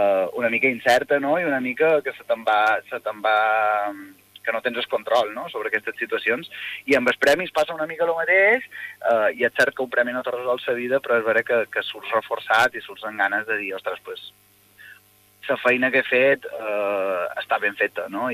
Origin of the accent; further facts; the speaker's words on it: Santa Maria del Camí, Balearic Islands, Spain; Santa Maria del Camí, en el meu poble